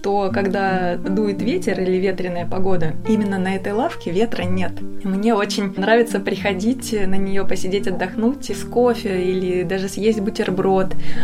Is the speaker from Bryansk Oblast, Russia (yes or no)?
yes; Bryansk, Bryansk Oblast, Russia; now in Oryol, Russia; Я сама не из Орла, я из Брянска. И я приехала сюда учиться.